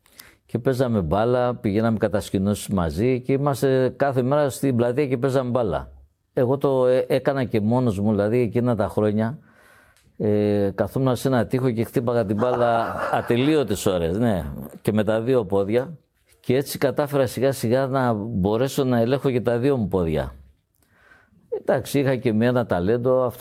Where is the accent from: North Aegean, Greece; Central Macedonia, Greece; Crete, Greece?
Crete, Greece; Rethymno; born or raised there; moved away; also born or lived in Heraklion, Crete